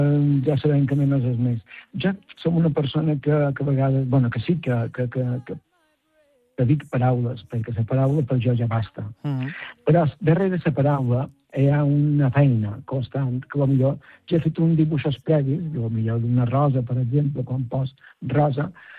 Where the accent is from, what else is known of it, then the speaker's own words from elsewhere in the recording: Alaró, Balearic Islands, Spain; tinc una exposició aquí a l'Aró, al meu poble